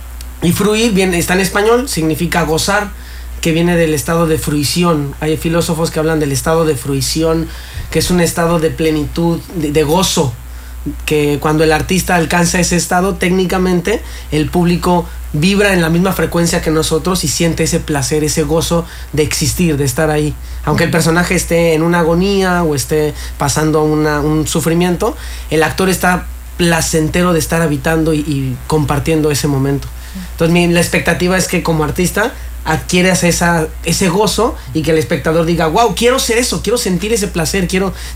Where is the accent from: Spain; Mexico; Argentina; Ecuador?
Mexico; Cancún, Quintana Roo; also born or lived in Xalapa / Mexico City; Después ya me voy a Jalapa a estudiar, pero yo crecí aquí en Cancún, me voy a Jalapa, okay. Luego Ciudad de México